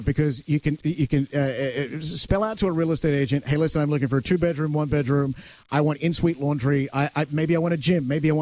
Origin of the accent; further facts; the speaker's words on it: Australia; now in Toronto, Canada; I'm Australian. I'm built for it.